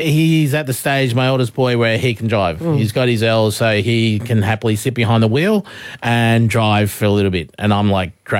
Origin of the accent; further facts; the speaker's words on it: Broken Hill, New South Wales, Australia; now in Gold Coast, Australia; driving back to my hometown of Broken Hill, which is 18 hours away.